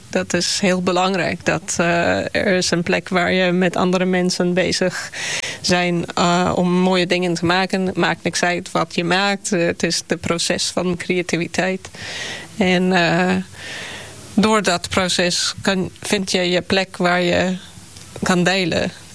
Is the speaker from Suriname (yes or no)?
no; South Africa; moved away as an adult; now in Netherlands; Vanwege dat ik uit Zuid-Afrika kom. Ik werkte vroeger in een wilde reservaat in Zuid-Afrika.